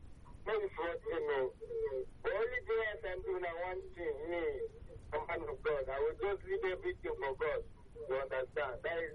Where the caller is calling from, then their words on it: Nigeria; from Tinka.